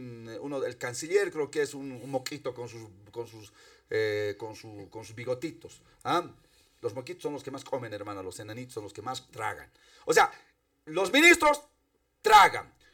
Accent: Bolivia; Son mis hermanos. Es mi gente. Somos bolivianos.

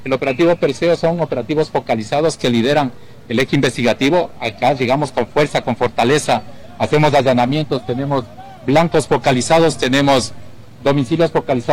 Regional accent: Ecuador; somos ecuatorianos

